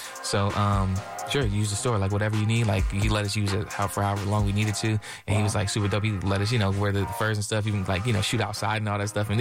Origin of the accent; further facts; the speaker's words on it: New Haven, Connecticut, United States; born there; also born or lived in Bridgeport; Bro, I was born in New Haven, Connecticut. I spent a lot of my time in Bridgeport.